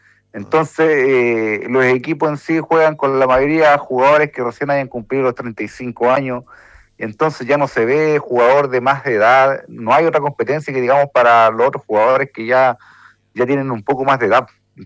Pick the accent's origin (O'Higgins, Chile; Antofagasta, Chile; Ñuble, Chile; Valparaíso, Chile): O'Higgins, Chile; Rancagua; nosotros la mayoría somos de acá de la sexta región Rancagua.